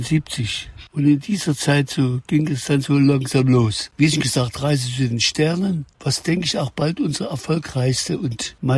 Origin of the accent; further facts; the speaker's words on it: Saxony, Germany; moved away as an adult; now in northern Germany (Mecklenburg-Vorpommern), Germany; Ja, und ich, der Sachse.